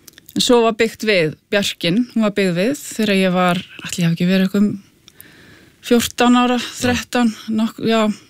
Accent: Hafnarfjordur, Capital Region, Iceland; Já, ég kem úr Hafnarfirði. Ég ólst upp í Klausturhvammi og hérna...

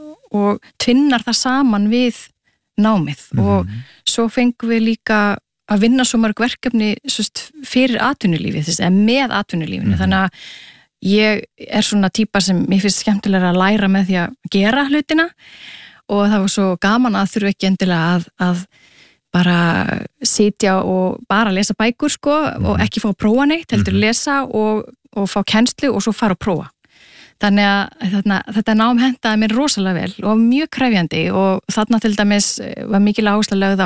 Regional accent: Reykjavík, Capital Region, Iceland; já, ég er reykvíkingur og er sem sagt alinn upp í hérna í Laugardalinn, eða í hverjunni við Laugardalinn og hérna og var í Langholtsskóla.

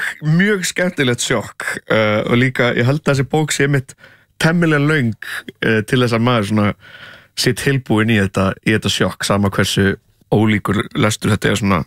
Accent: Portugal; Ég, eins og ég hef sagt svona 300 sinnum og fólk örgulega þreytt á hér að það náttúrulega ólst upp í Portugal.

